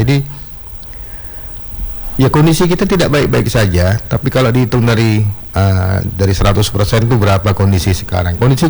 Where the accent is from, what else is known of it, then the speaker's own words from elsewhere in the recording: Jakarta, Indonesia; now in North Sumatra, Indonesia; kebetulan saya kan dari Jakarta. Saya dari Jakarta, istri saya orang Medan gitu.